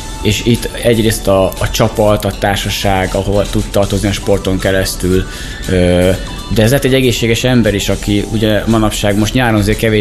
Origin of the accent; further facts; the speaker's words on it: Hajdúböszörmény, Hajdú-Bihar, Hungary; otthon Hajdúböszönyben